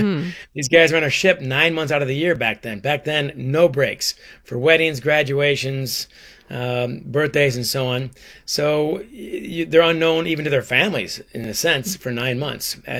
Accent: Ann Arbor, Michigan, United States; I grew up in Michigan, in Ann Arbor, I'm sure your favorite city, in Columbus. But I mean, like you guys, I grew up on the Great Lakes. I've been in all the Great Lakes.

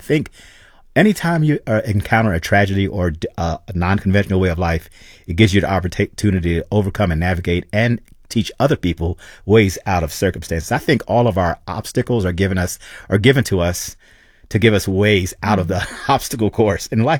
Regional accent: New Jersey, United States; I'm from New Jersey where we have beaches and boardwalk and sand, but I like home and I like watching people tell stories.

